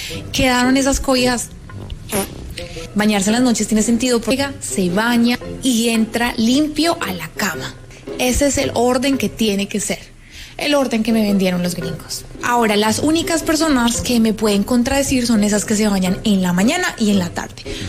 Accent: Colombia; moved away as an adult; now in United States; Yo soy colombiana, obviamente que en Colombia uno se tiene que bañar, pero obligado, todas las mañanas antes de salir, porque si no, uno sale con olor a cobija. Algo así decía mi mamá. Todo iba bien hasta que yo me mudé a Estados Unidos.

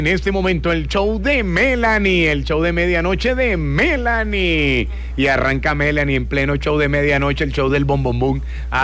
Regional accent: Barranquilla, Atlántico, Colombia; yo no soy de Cartagena, soy de Barranquilla.

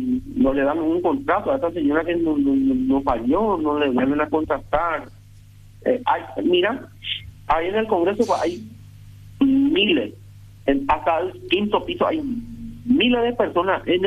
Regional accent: Benjamín Aceval, Presidente Hayes, Paraguay; Mi familia, nosotros somos de Benjamín Acevedo

